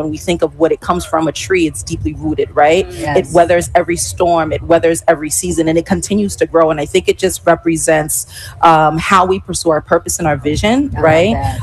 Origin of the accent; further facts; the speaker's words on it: New York, United States; now in College Park, Maryland, United States; I'm originally from, so my parents are from Haiti. I'm born and raised in New York State. Shout out to the Knicks. And I am now located in College Park, Maryland.